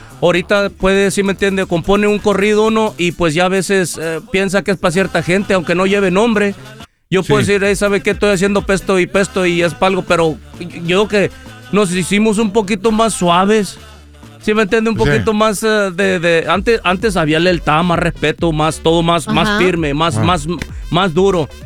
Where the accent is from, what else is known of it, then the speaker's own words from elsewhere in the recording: Canelas, Durango, Mexico; del ranchito donde soy, de Canelas, Durango.